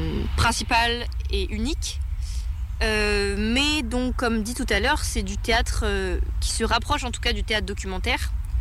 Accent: France; c'est le rapport en tant que Française avec le pays que je représente dans le spectacle, qui est la Côte d'Ivoire.

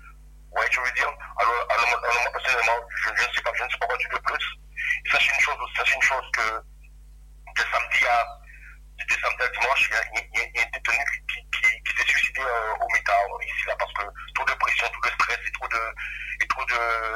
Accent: Guadeloupe, France; moi je suis guadeloupéen et j'ai le mental.

